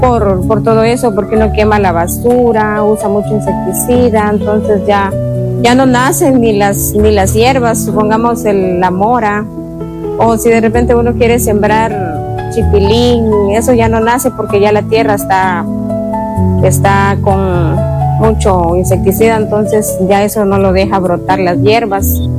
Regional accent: Chiquimula, Guatemala; soy originaria de Muyurco.

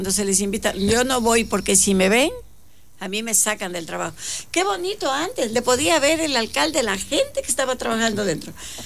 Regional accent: Sucumbíos, Ecuador; la gente de Sucumbío y Orellana, en este caso, tengamos trabajo

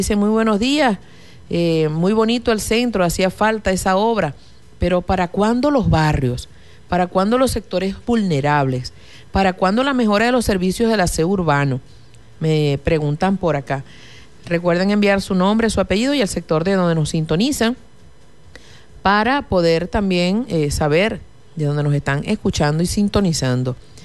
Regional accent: Machiques, Zulia, Venezuela; nuestro municipio de Machique de Perijá

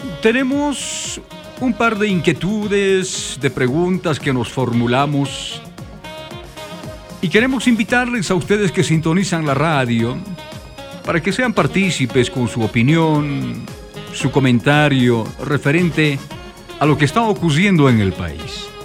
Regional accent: Bolivia; tenemos como bolivianas y bolivianos

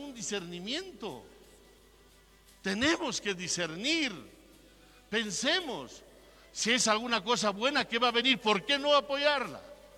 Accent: Bolivia; estamos llamados, invitados a conocer y a amar nuestra patria Bolivia, pero con obras concretas, viviendo como verdaderos bolivianos, abrazados collas con cambas

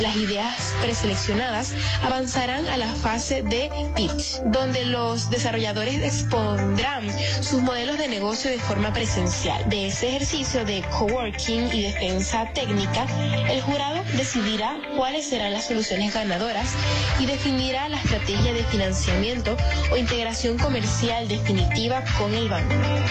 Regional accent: Venezuela

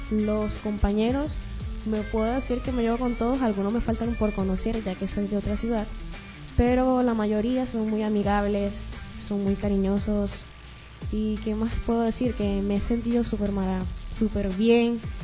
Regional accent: Barcelona, Anzoátegui, Venezuela; soy de Barcelona, del estado de Anzoátegui

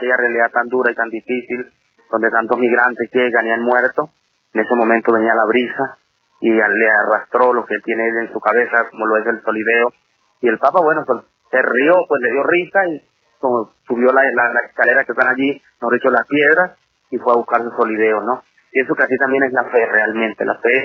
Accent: Venezuela; como venezolanos tendremos que apoyarnos en ella.

